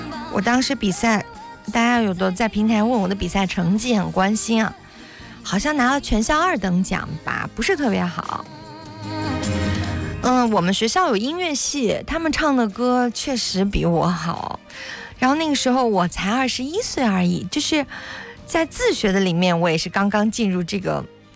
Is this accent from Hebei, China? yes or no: no; Dongying, Shandong, China; 我说你这什么意思呀，你去我的家乡